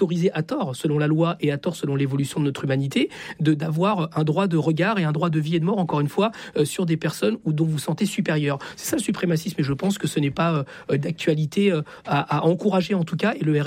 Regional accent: Chile; now in France; Je viens du Chili, je suis fils d'exilé politique, je suis en France parce que l'extrême droite a pris le pouvoir de la pire des manières.

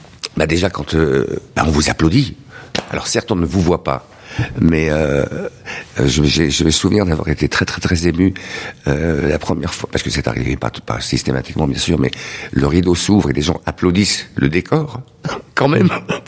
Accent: Lyon, Auvergne-Rhône-Alpes, France; il y a un ressenti quand on est lyonnais, qu'on a vécu, enfin qu'on a grandi dans le vieux Lyon au milieu de vieilles personnes.

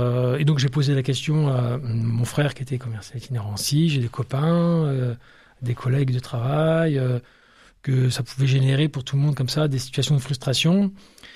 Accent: Aix-en-Provence, Provence-Alpes-Côte d'Azur, France; born or raised there; also born or lived in Lille; now in Niort, France

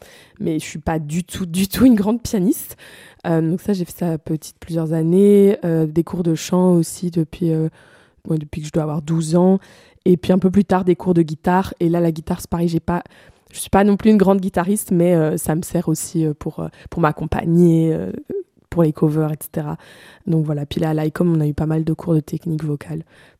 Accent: Blanmont, Wallonia, Belgium; Moi j'ai 23 ans, je viens de Blancmont, c'est un petit village près de Louvain-la-Neuve. Donc voilà, j'ai grandi là, puis j'ai été à l'école là, j'ai étudié les lettres français-italien à Louvain-la-Neuve

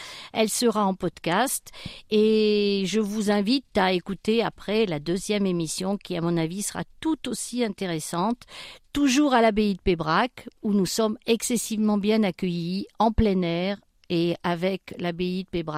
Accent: Le Puy-en-Velay, Auvergne-Rhône-Alpes, France; Donc, nous, on vient du Puy.

